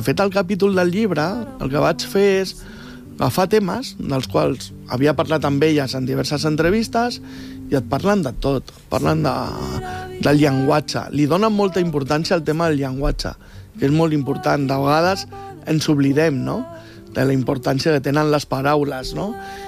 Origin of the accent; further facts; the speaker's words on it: Premià de Mar, Catalonia, Spain; born there; also born or lived in Santa Coloma de Gramenet; Jo sóc de Premià. Bueno, vas néixer a Santa Coloma de Gramenet, però porto visquent més de 40 anys a Premià.